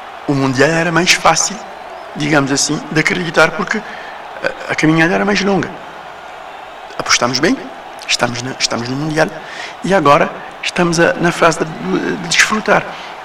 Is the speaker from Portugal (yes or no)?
no; Cape Verde; eu, como cabo-verdiano e como analista esportivo